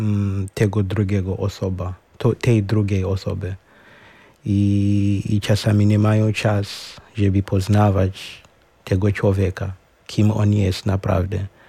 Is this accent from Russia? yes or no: no; Zimbabwe; Ukrainian is a second language; moved away as an adult; also born or lived in Ukraine; now in Warsaw, Poland; Ну, я сам з Зімбабве. Перший раз в Європі студіював на Україні, а потім їхав до Польщі. В Польщі працюю як навчитель англійського в школі тут на Мокотові